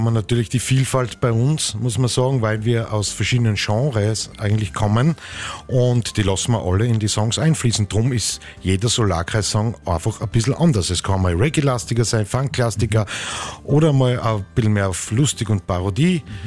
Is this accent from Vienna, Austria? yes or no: no; Bad Mitterndorf, Styria, Austria; accent: Seer dialect; ich komme aus Bad Mitterndorf, also das ist ja wieder eine ganz andere Welt, aus See, Bad Mitterndorf, da sind schon wirklich Wörter auch dabei, die wir jetzt nicht mehr so leicht verstehen